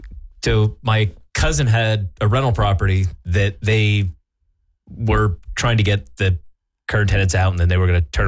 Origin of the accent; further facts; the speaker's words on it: Elizabethville, Pennsylvania, United States; I grew up in Elizabethville, so I know exactly where that place is, and it's in the middle of field.